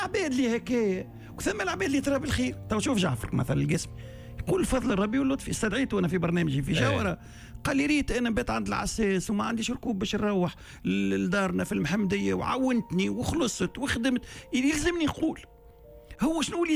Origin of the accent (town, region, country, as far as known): Tunisia